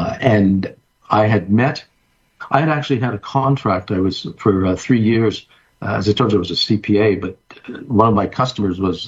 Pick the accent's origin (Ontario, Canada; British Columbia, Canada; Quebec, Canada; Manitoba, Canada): Quebec, Canada; also born or lived in Plattsburgh, United States